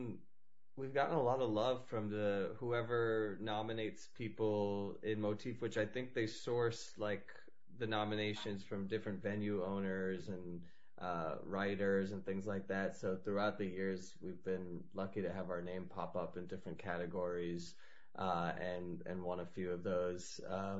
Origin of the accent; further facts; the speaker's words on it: Rhode Island, United States; also born or lived in Pakistan / New York; I was born in Pakistan, then my family moved to New York briefly for a few years, and then I basically grew up from a young age in Rhode Island.